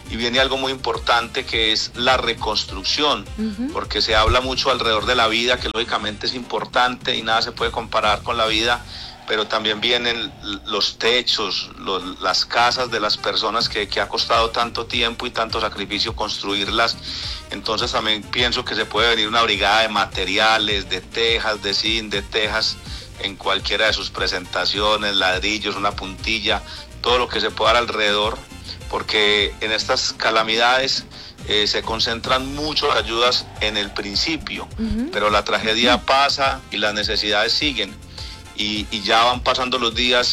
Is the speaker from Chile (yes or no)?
no; Cartago, Valle del Cauca, Colombia; also born or lived in Itagüí, Antioquia / Quimbaya, Quindío; nací en Itagüí, Antioquia. Mis padres son de Pueblo Rico, en el suroeste, pero desde muy niño llegué a Cartago, en el norte del valle, y toda mi vida la he desarrollado alrededor del norte del valle, el departamento del Quindío y todo el Eje Cafetero.